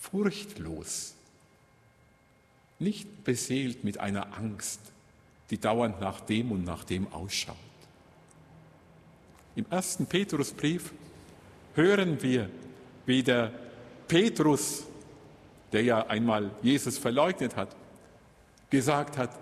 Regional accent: Kronach, Bavaria, Germany; born there; Ich bin ja in der Nähe von Bamberg geboren, in Kronach.

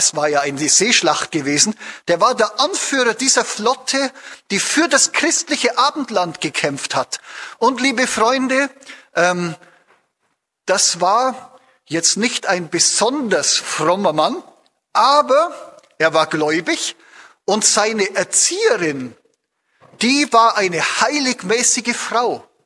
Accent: Bavaria, Germany; moved away as an adult; now in Austria; Ich komme ja aus Bayern, bin gerade als Missionar frisch hierher gekommen nach Österreich

